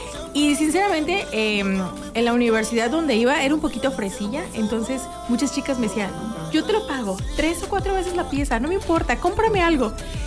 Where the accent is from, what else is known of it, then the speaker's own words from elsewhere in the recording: Coatzacoalcos, Veracruz, Mexico; moved away as an adult; yo crecí con eso ahí en Coatzacoalcos